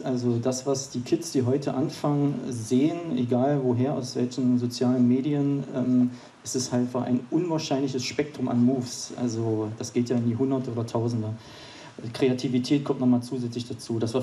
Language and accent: German; Magdeburg, Saxony-Anhalt, Germany; born there